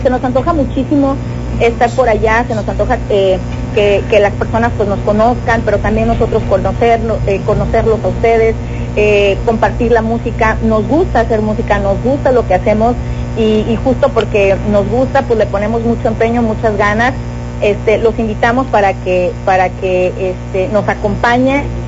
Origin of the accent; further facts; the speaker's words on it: Tapachula, Chiapas, Mexico; Nosotros somos de aquí de Tapachula, que también es Chiapas, pero estamos muy cerquita de la frontera con Guatemala.